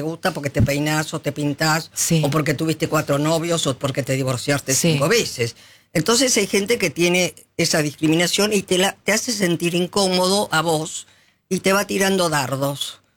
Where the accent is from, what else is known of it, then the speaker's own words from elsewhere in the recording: Martínez, Buenos Aires Province, Argentina; Esta señora, que es de Martínez, yo soy de Martínez